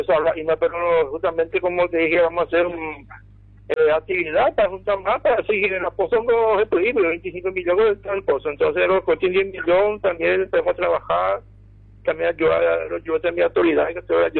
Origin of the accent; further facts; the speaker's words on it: Presidente Franco, Alto Paraná, Paraguay; born there; Nosotros somos franqueños, yo nací en el Franco, todos nacimos en el Franco, somos franqueños.